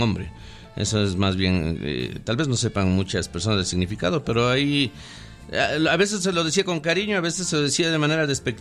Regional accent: Quito, Pichincha, Ecuador; Yo crecí en la Tola

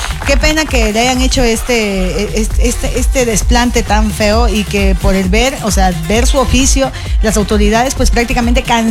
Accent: Sierra, Ecuador; nosotros los serranos

